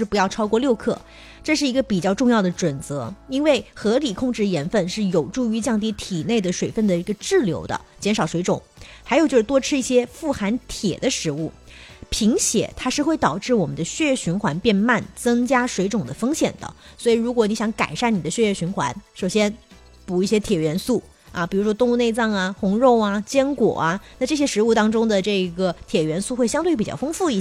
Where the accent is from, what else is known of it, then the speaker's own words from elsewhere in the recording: Guangdong, China; 我们广东人说喜欢煲汤啊